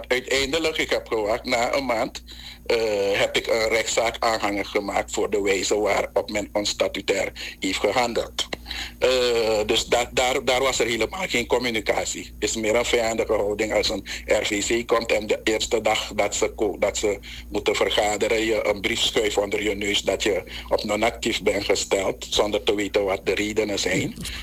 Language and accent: Dutch; Suriname